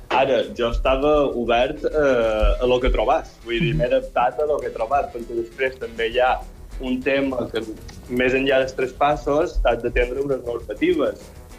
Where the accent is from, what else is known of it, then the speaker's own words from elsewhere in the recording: Montuïri, Balearic Islands, Spain; Així com jo som de Montuïri